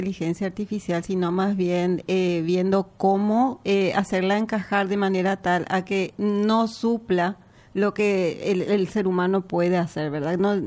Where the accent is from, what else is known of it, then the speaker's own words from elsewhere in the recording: Paraguay; also born or lived in Resistencia, Chaco, Argentina; Yo nací en Resistencia. Chaco, Argentina. Mis padres eran argentinos, vinieron a Paraguay cuando yo tenía un año.